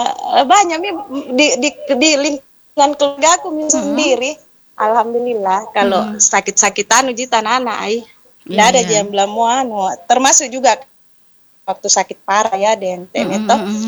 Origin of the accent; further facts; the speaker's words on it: Makassar, South Sulawesi, Indonesia; kita orang Makassar bilang